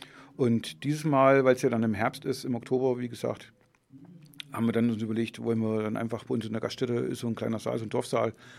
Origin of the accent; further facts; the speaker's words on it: Thuringia, Germany; Wir beide kommen aus Förda.